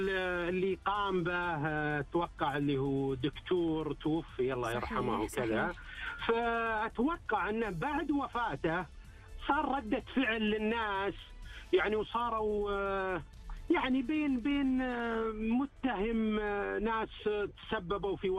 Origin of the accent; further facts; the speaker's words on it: Saudi Arabia; مثلا لنقل عندنا في السعودية الكبسة الرز الشباب في الاستراحات